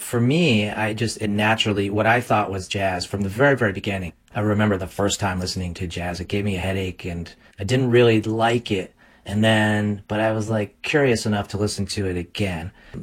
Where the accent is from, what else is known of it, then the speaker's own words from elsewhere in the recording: Binghamton, New York, United States; So I live in a kind of small city